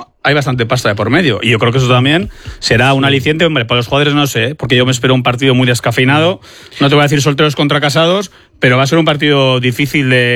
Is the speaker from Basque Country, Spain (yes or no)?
yes; Durango, Basque Country, Spain; Yo también vengo de Durango